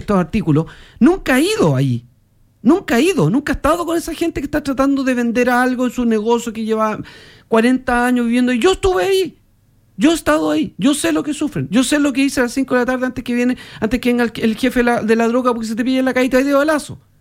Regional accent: Chile

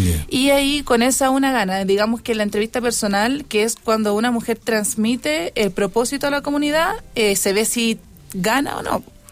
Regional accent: Calama, Antofagasta, Chile; born or raised there; also born or lived in Iquique

